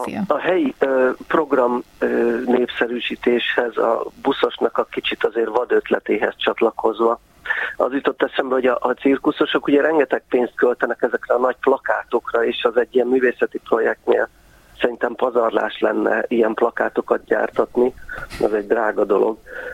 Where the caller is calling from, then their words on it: Budapest, Hungary; Én ilyen több rétegű vidéki budapestiként